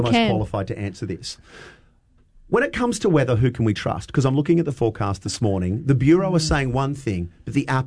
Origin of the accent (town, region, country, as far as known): Australia